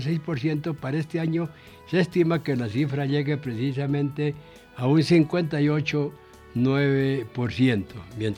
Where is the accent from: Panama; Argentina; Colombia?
Colombia; Casanare; now in Bogotá, Colombia; mi tierra, Casanare, tan sufrida, rica en petróleo, agricultura, ganadería